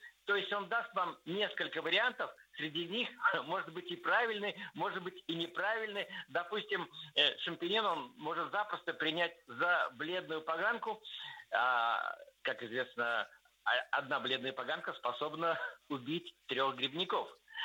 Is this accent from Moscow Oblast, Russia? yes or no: yes; Moscow Oblast, Russia; born there; Вот как я, который вырос на даче под Домодедово и практически среди лесов.